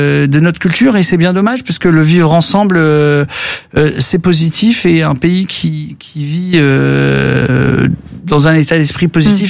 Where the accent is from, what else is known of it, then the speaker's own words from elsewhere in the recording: Hauts-de-France, France; je viens du bassin minier du Pas-de-Calais.